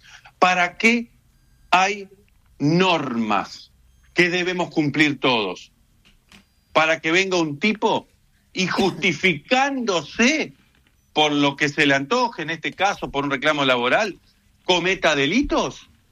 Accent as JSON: {"language": "Spanish", "country": "Argentina", "said": "Una pregunta que nos hacemos todos como argentinos, como personas que vivimos bajo un Estado de Derecho."}